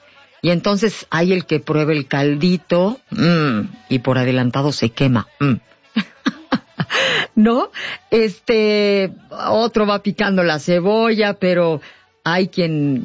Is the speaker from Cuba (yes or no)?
no; Mexico